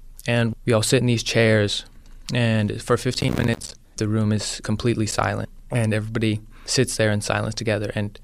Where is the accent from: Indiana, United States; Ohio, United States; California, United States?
Ohio, United States; Barnesville; from Barnesville, Ohio. Freshman year was a big learning experience across the board. I came from a public school at Barnesville, small little town